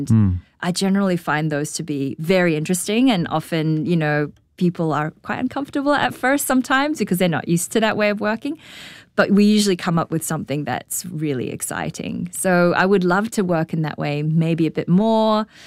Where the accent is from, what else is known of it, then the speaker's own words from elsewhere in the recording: New Zealand; moved away; also born or lived in Shanghai, China / Australia; I'm a global citizen. I was born in Shanghai. I grew up in New Zealand. I studied in Australia.